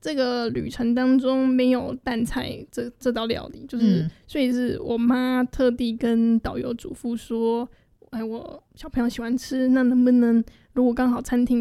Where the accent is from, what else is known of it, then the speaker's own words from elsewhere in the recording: Taiwan; 因为我们台湾人会腌嘛